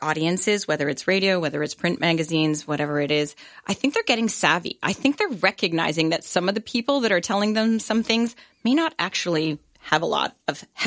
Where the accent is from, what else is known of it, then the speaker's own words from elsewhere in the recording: Cobourg, Ontario, Canada; moved away as an adult; I was born and raised here, actually small town girl, not far from here. I grew up in Cobourg.